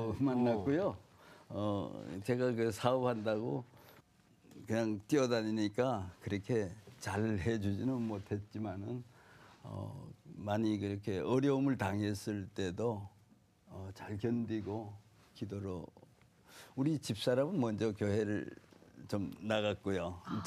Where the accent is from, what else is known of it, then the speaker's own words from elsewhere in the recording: Taebaek, Gangwon, South Korea; 제 고향은 강원도라고 그러는 거죠. 태백이라고. 단광촌에서 태어나서 거기서 초중고 다